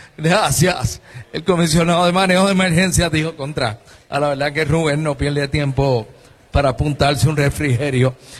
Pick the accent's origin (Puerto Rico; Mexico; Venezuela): Puerto Rico; Country Club; Chacho, de por allí es el caso. Yo soy de Country Club, pero en, o sea, cerca de allí.